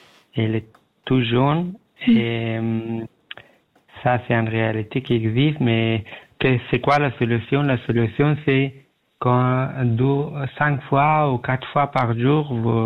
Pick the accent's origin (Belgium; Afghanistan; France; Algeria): Afghanistan; French is a second language; Oui, moi, je suis d'origine afghane.